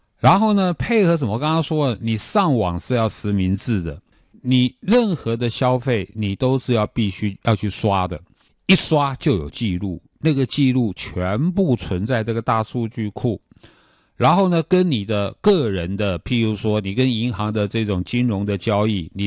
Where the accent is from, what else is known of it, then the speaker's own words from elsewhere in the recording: Taiwan; 这个也造成我们台湾人很多的困扰